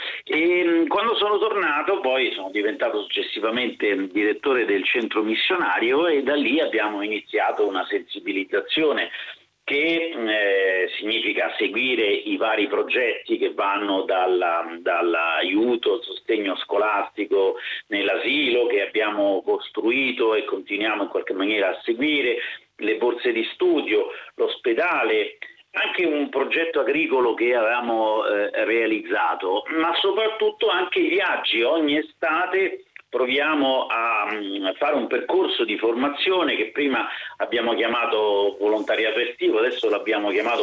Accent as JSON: {"language": "Italian", "town": "Rome", "region": "Lazio", "country": "Italy", "tie": "born there", "said": "Io mi trovo nella parrocchia di Selvagandida, sono parroco, ma sono nel comune di Roma, sono nato a Roma."}